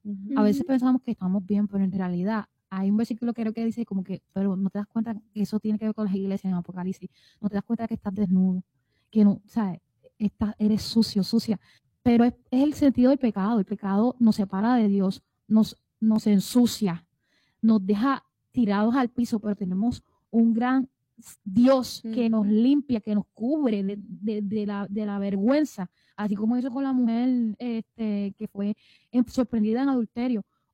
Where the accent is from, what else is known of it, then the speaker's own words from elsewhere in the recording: Puerto Rico; Somos boricua aquí también. Todo el mundo que pisa Puerto Rico es boricua.